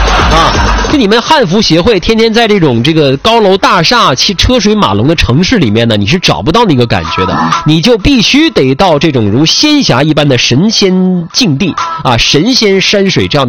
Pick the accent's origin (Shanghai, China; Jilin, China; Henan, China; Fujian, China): Jilin, China; 咱们东北的朋友，咱们东北人，在吉林人